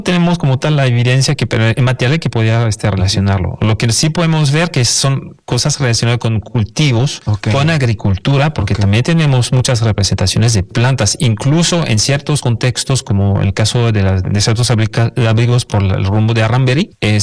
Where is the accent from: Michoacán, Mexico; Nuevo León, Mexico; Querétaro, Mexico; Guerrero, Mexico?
Nuevo León, Mexico; nuestra identidad como regios y personas del noroeste de México